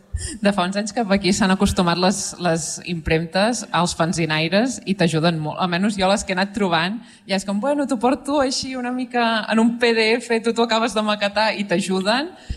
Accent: Vic, Catalonia, Spain; i jo a Vic, vinc de Vic

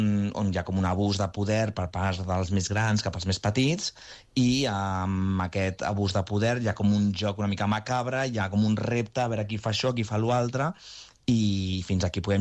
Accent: Castellazuelo, Aragon, Spain; I dic, ostres, és que no he rodat mai al meu poble, a Castellazuelo, i em feia moltíssima il·lusió.

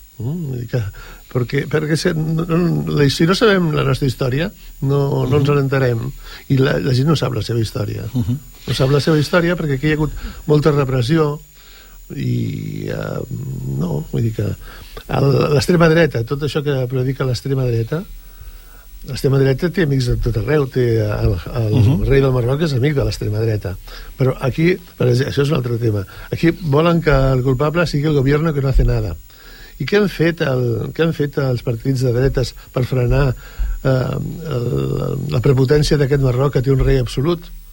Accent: Barcelona, Catalonia, Spain; jo soc de Barcelona i no vaig venir a Sant Boi fa 50 anys

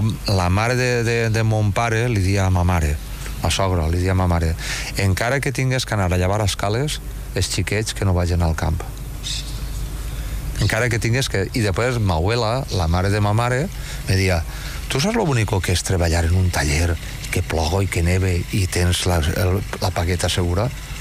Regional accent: Valencian Community, Spain; Jo soc de la comarca de la Costera, la capital és Xàtiva, i bueno, ha sigut un poble llaurador tota la vida.

